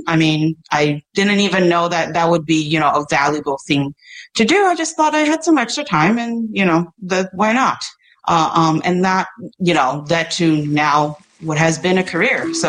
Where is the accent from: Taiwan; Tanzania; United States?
Taiwan; Taipei; I grew up in Taipei City, which is this vast metropolis